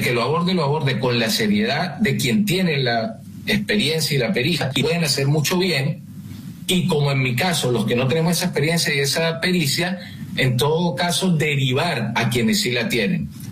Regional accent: Venezuela; moved away

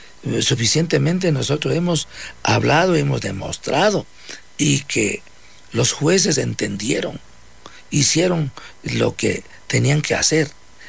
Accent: Ecuador; Yo empecé, el primer ecuatoriano empecé conmigo

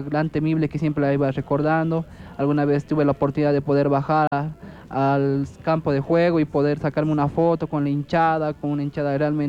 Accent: Oruro, Bolivia; Creo que yo, como siempre, soy un orureño más aquí que nacido en estas tierras

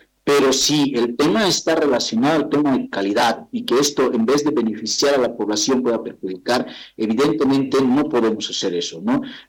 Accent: Bolivia; como bolivianos y bolivianas

